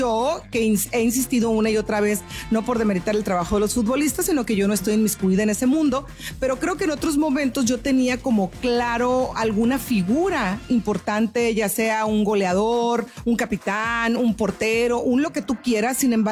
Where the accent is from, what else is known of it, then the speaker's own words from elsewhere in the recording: Mexico; como mexicanos, somos la sede del mundial